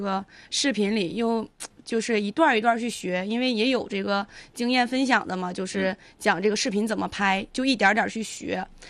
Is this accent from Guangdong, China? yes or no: no; Liaoyuan, Jilin, China